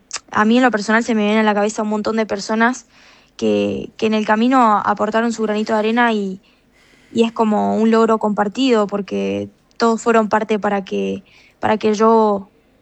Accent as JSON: {"language": "Spanish", "country": "Argentina", "said": "si nosotros como argentinos somos un país muy competitivo y nuestra intención de dejar a nuestro país en lo más alto"}